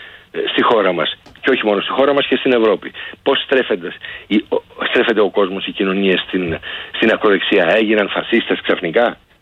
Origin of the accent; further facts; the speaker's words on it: West Greece, Greece; Δηλαδή ένα νοσοκομείο στο Αγρίνιο, ένα στο Μεσολόγγι, που είναι διαφορά, λέω για την πατρίδα μου, που είναι ενός τετάρτου.